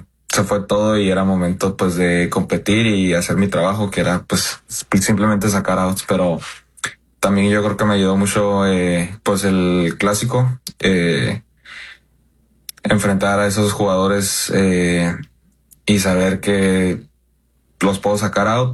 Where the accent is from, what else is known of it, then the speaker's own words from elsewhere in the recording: Mexico; Sí, no, un sueño, la verdad, siendo mexicano, los Dodgers retumban en México, ¿verdad?